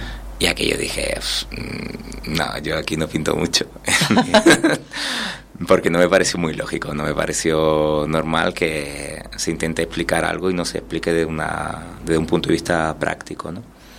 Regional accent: Andalusia, Spain; now in Canary Islands, Spain; me crié también en Andalucía, estuve 10 años en Andalucía y estuve cambiando de centro educativo en centro educativo, y el primer centro que vine a Canarias fue a Los Cristianos, al sur de Tenerife.

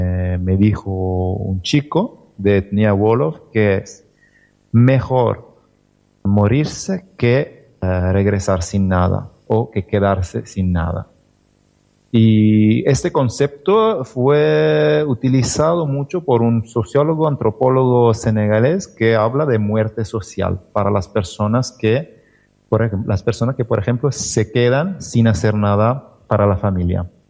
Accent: Italy; Spanish is a second language; moved away; Yo vengo de un barrio que es considerado como el barrio más multicultural de Italia. Yo nací en este barrio y toda mi educación la hice en este barrio, donde hay personas que vienen de muchos lugares del mundo.

